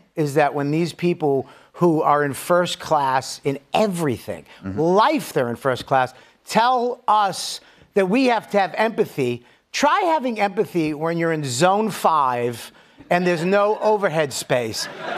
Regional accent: Boston, Massachusetts, United States; I'm from Boston.

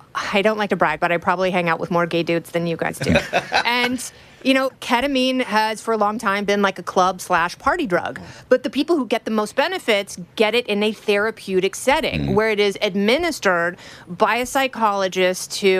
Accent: Indiana, United States; Yes. I am a Hoosier.

